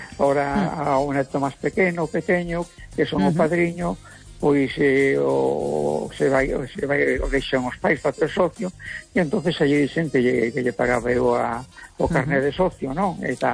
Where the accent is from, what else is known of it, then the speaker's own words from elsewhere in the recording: Galicia, Spain; E como galego, pues sí, pues a mí me gusta o Deportivo, me gusta o Celta, ¿verdad?